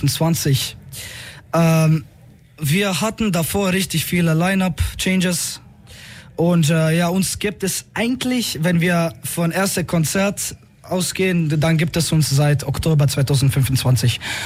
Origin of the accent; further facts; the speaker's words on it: Croatia; Ich komme aus Mundoking. Ich bin Kroate.